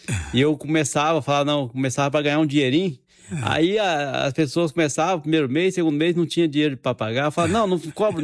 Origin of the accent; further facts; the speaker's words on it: Campo Grande, Brazil; Fui criado, nasci e criado em Campo Grande.